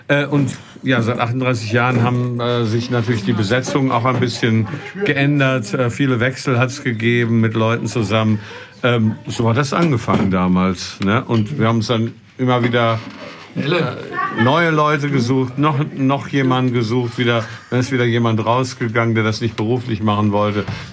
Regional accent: Detmold, North Rhine-Westphalia, Germany; moved away as an adult; now in Frankfurt, Germany

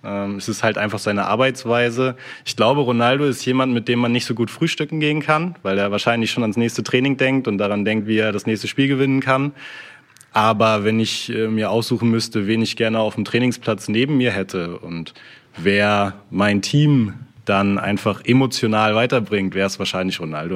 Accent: Hamburg, Germany; Also dadurch, dass ich gebürtiger Hamburger bin

